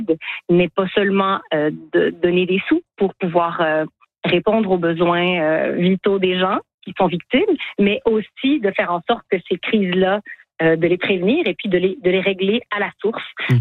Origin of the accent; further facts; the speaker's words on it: Canada; chez nous au Canada